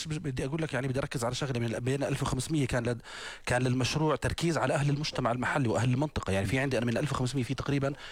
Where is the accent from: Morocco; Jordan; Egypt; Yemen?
Jordan; والحمد لله يعني احنا بالاردن يعني ما عم نعاني منها الحمد لله.